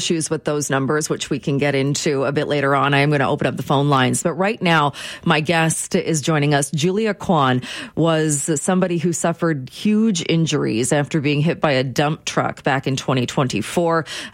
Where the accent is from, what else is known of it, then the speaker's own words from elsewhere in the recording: British Columbia, Canada; so we as British Columbians are obviously being given promises, we're being told things.